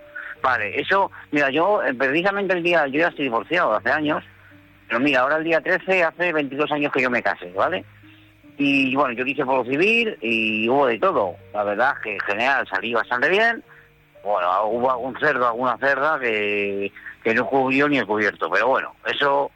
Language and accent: Spanish; Madrid, Community of Madrid, Spain